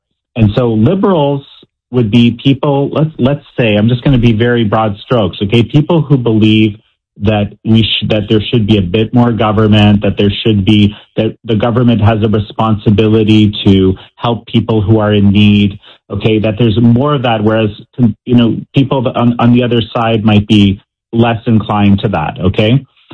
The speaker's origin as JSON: {"language": "English", "country": "Canada", "tie": "born or raised there", "said": "I grew up in Canada, of all places, in the 80s, right? In the 70s and 80s. This is one of the freest societies that ever existed."}